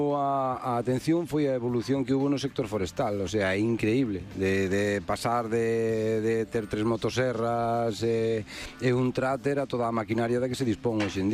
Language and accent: Galician; Moraña, Galicia, Spain; Eu son do Concello de Moraña.